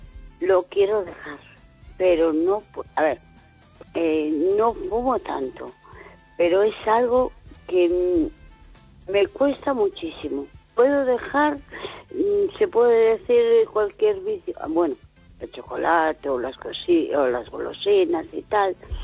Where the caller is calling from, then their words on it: A Coruña, Galicia, Spain; de Coruña.